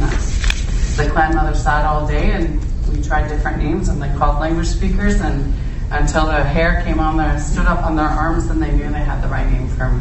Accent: Toronto, Ontario, Canada; moved away as an adult; now in Ganadagai (Ontario), Canada; I was born and raised in Toronto. Right in old Cabbage Town, right downtown, a really historical part of Toronto. I loved it, born and raised there, left when I was 22.

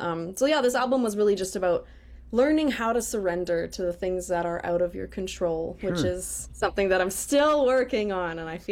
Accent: Alberta, Canada; also born or lived in Fort McMurray; I am a Métis alternative folk singer-songwriter based in Edmonton, but I was born in Fort McMurray, Alberta, and moved just outside of Edmonton to an acreage when I was little.

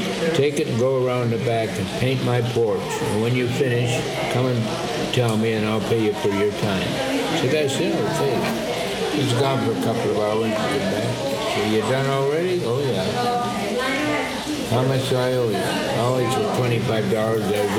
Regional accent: Canada; I am the Canadian

